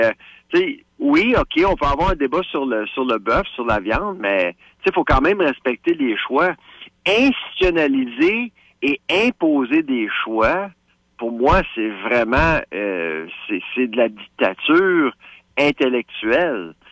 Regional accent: Laval, Quebec, Canada; Tu sais, comme à Laval. Je viens de Laval.

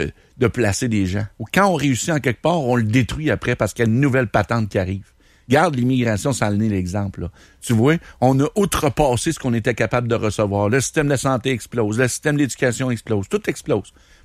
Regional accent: Quebec, Canada; en tant que Québécois

